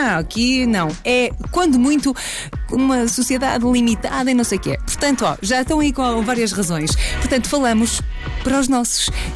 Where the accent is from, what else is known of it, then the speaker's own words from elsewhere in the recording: Norte, Portugal; accent: northern; nós todos Made in Norte do país, e se quisermos, pomos a mão na cinta e falamos com o sotaque.